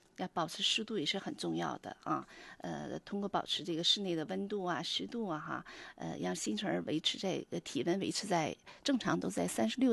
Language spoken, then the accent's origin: Chinese; Northeast China, China; 我们东北这个现在是取暖季。